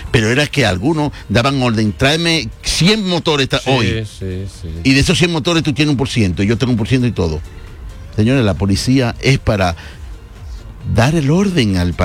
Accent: Dominican Republic; moved away as an adult; also born or lived in Santo Domingo; Primero soy dominicano.

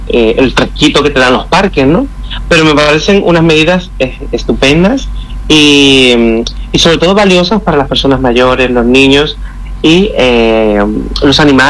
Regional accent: Dominican Republic; este país, este hermoso país, Quisqueya la Bella, nosotros como buen dominicano

